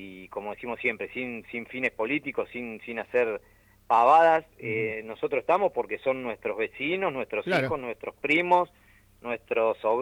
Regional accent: Santa Teresita, Buenos Aires Province, Argentina; also born or lived in San Clemente del Tuyú; yo nací en San Clemente, pero soy de toda la vida de Santa Teresita. Nací en San Clemente por una cuestión de que no había maternidad en Santa Teresita, pero siempre viví en Santa Teresita.

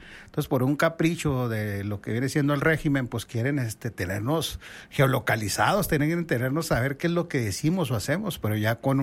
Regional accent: Mexico; queremos miles de mexicanos que nuestros datos no sean exhibidos ni sean dados al régimen

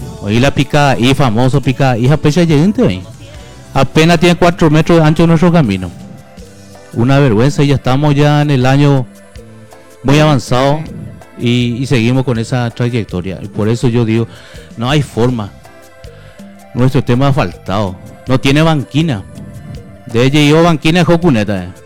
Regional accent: Nueva Alborada, Itapúa, Paraguay; Yo por eso nací, me malcrié acá, en Alborada. Conozco como la palma de mi mano Alborada, cua por cua.

